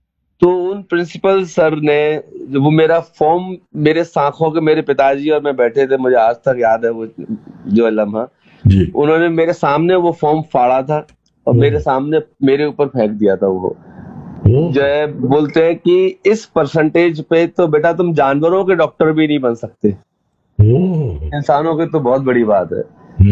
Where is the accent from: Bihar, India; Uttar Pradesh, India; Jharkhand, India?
Uttar Pradesh, India; Mathura; born there; फिर six seventh class से हम लोगों ने मथुरा शिफ्ट हो गए। हम लोग फिर मेरा उसके बाद की सारी एजुकेशन मथुरा में हुई।